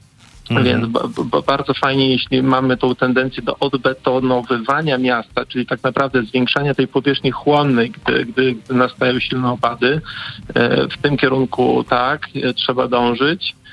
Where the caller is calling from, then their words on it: Warsaw, Masovian Voivodeship, Poland; mieszkam w Warszawie, mam na osiedlu taki ogródek